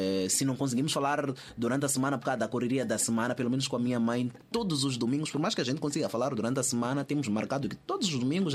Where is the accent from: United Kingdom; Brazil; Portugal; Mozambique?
Mozambique; Mas tento sempre vincar ali a minha identidade. Eu sou moçambicano, eu falo assim, sempre cresci assim.